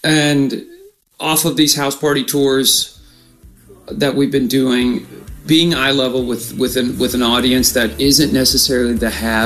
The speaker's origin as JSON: {"language": "English", "region": "Oklahoma", "country": "United States", "said": "We're from Oklahoma. We've always had red dirt in our shoes."}